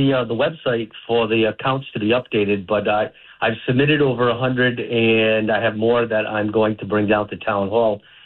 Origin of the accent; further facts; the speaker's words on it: North Providence, Rhode Island, United States; now in Narragansett, United States; I'm from North Providence originally, but I've been down here since 1989